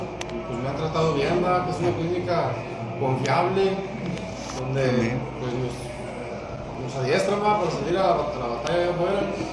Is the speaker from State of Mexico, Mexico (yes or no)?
no; San Rafael, Galeana, Nuevo León, Mexico; De San Rafael Galeano